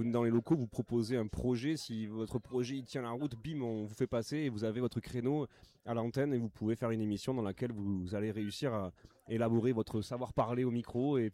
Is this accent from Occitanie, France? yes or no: yes; Occitanie, France; Parce que moi, je suis du Tarn, c'est pour ça.